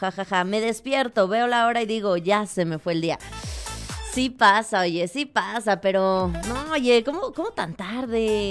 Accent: San Luis Potosí, Mexico; yo iba llegando a San Luis. Hace 3 meses que llegué a San Luis. Yo soy potosina. Yo soy de San Luis Potosí. Yo soy de San Luis Potosí. Yo soy de San Luis Potosí, pero estuve un año trabajando fuera.

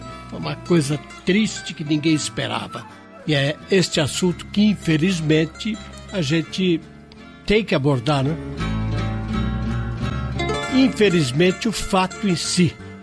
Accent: Araçoiaba da Serra, São Paulo, Brazil; ao Hamilton Oliveira, ao Tércio Morales, da Araçoiaba da Serra, minha terra natal.

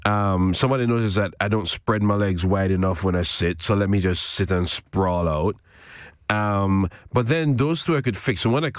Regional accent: Portmore, Saint Catherine, Jamaica; also born or lived in Kingston; Wow, I was Kingston adjacent, actually. I was in a suburb called Portmore.

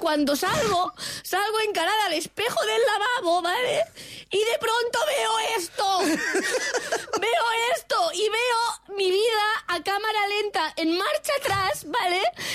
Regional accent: Catalonia, Spain; Sabemos que soy catalana.

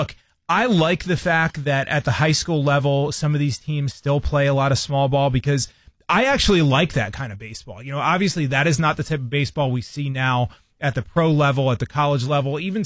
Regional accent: East Coast, United States; now in Midwest, United States; I grew up on the East Coast. Maybe I still have that East Coast bias. I don't think that I do. I've been in the Midwest for most of my adult life

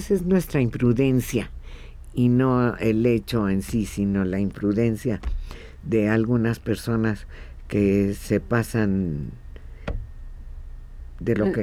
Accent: Mexico; y qué auténticos somos los mexicanos, ¿eh?

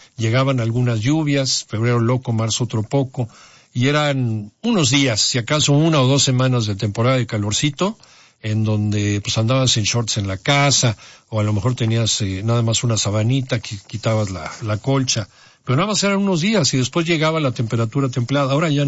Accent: Cancún, Quintana Roo, Mexico; moved away; saludos allá a mi tierra

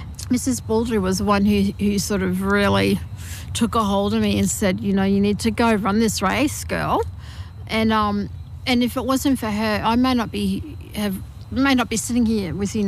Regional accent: Mackay, Queensland, Australia; From those early days, growing up in Mackay, and then we moved around Queensland to outback regions and smaller towns.

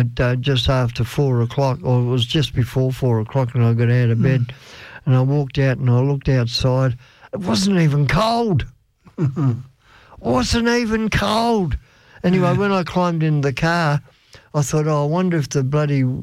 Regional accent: Australia; because I am an Australian. I was born and bred in the place, excepting for about 2 or 3 years when I was over in the US of A. And in Malaysia and in China, Japan and in Thailand.

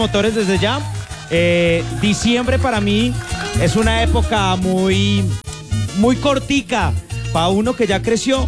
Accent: Andes, Antioquia, Colombia; en el municipio de Andes, en mi tierra

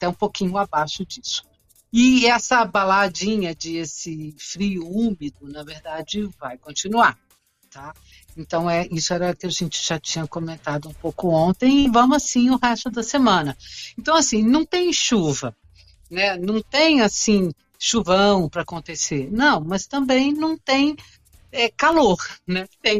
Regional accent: Minas Gerais, Brazil; Perdões, eu sou de Minas, né?

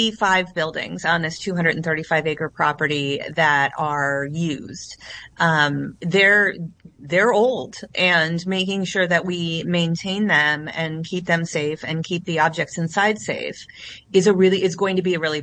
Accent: Rochester, New York, United States; my hometown of Rochester, New York.

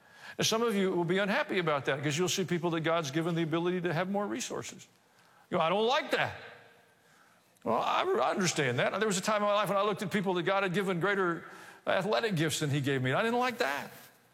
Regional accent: Kansas City, Missouri, United States; born there; I was born in Kansas City, Missouri.

